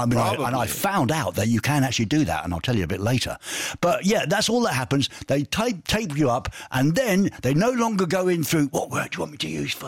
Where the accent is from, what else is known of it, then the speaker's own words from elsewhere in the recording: England, United Kingdom; You know, I'm an Englishman. I can take it.